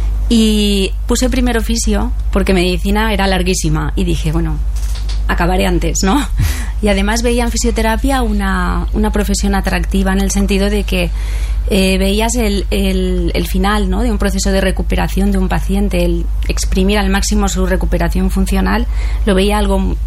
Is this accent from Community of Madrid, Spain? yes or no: no; La Vall d'Uixó, Valencian Community, Spain; soy de la Vall